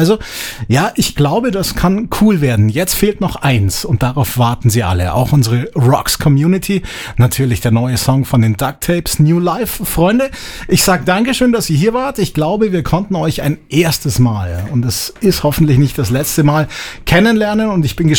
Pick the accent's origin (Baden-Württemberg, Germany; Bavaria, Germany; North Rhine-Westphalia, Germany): Bavaria, Germany; Peiting; Sowas haben wir nämlich auch, hatten wir mal in meiner Heimat in Peiting, die lange Nacht der Musik.